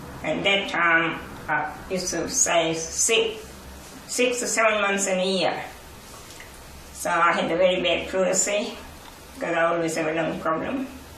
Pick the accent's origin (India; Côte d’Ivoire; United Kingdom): India; and we all, as an Indian boy, you stand up, and you bow to the sun.